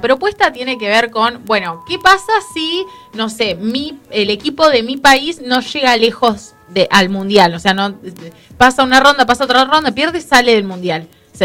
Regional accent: Argentina; que en su gran mayoría somos los argentinos

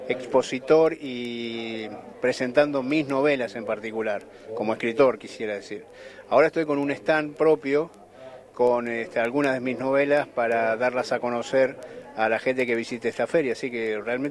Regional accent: Puerto Santa Cruz, Santa Cruz, Argentina; Yo vengo de Puerto Santa Cruz

